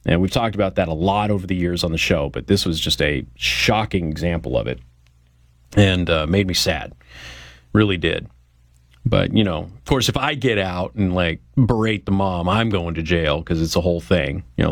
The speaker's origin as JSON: {"language": "English", "town": "Las Vegas", "region": "Nevada", "country": "United States", "moved": "yes", "said": "Now, I come from Las Vegas."}